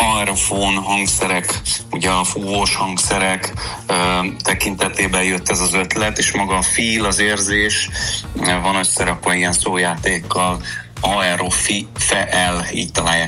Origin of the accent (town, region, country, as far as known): Hungary